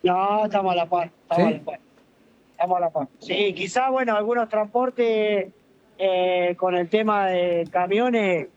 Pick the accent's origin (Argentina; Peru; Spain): Argentina; Rosario, Santa Fe; moved away; also born or lived in Neuquén; soy nacido y criado en Rosario, Santa Fe. Por ahí hablo un tiro, unas palabritas en salteño